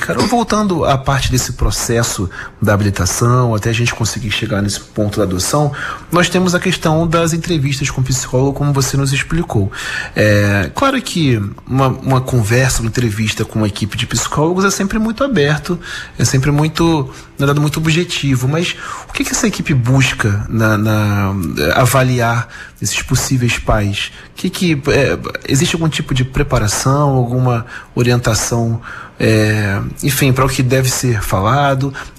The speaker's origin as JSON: {"language": "Portuguese", "town": "Duque de Caxias", "region": "Rio de Janeiro", "country": "Brazil", "tie": "born there", "said": "eu nasci em Gramacho, Duque de Caxias."}